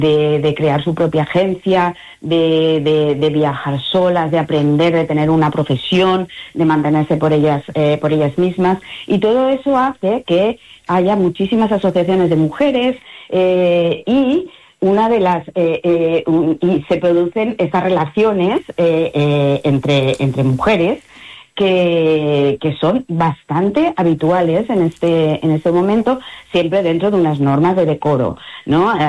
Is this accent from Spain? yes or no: yes; Valencian Community, Spain; para mí particularmente, siendo valenciana, me resulta muy emocionante.